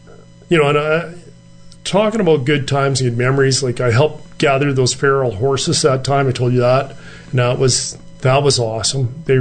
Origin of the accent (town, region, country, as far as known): Neilburg, Saskatchewan, Canada; born there